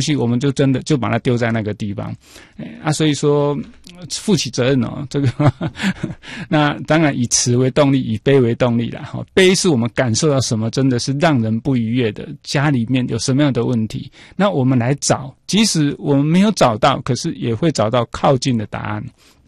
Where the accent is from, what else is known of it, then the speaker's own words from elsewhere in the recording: Taiwan; 那我们台湾人是不用训练的，台湾如果是当总机不用训练的。